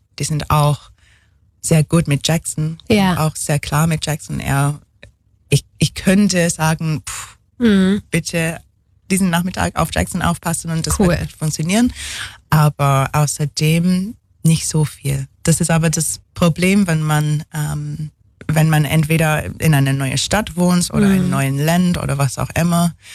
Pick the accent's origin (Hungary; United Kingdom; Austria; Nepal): United Kingdom; England; now in Ulm, Germany